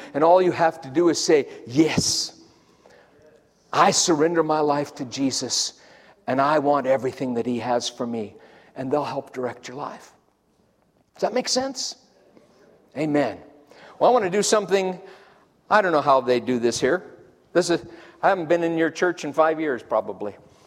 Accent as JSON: {"language": "English", "town": "Denver", "region": "Colorado", "country": "United States", "said": "I'm white trash from Denver, Colorado."}